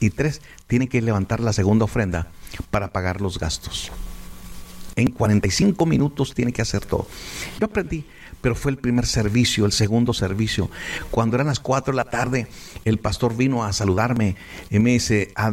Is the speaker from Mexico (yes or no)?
yes; Ciudad Juárez, Chihuahua, Mexico; Pero como soy mexicano, no me rajo. O sea, claro, los mexicanos ahí vamos a estar. ¡Viva México!